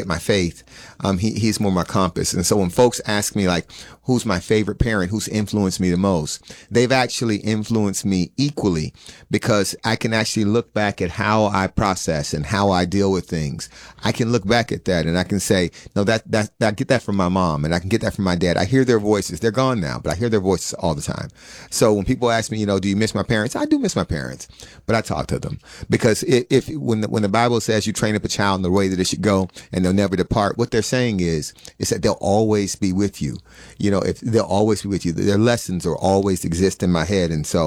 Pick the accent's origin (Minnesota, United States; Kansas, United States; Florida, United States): Florida, United States; Miami Gardens; I'm a kid who was born and raised in Miami Gardens. I went to Parkview, Parkway, Norland. I went away to FAMU. I came back.